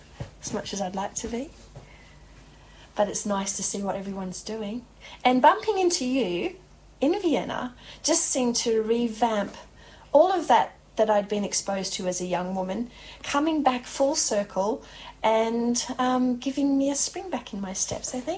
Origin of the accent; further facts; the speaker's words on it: Australia; now in Cambridge, United Kingdom; I couldn't return to the UK without an Irish passport as an Australian.